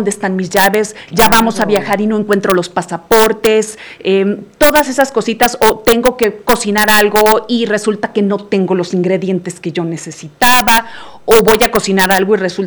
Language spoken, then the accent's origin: Spanish; Sonora, Mexico; De norteña, a final, okay, de cuentas norteña, ajá, soy de Sonora.